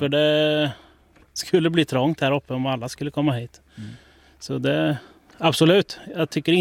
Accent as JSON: {"language": "Swedish", "country": "Sweden", "tie": "born or raised there", "said": "Ja, i samhället är jag uppvuxen, men i andra sidan av samhället."}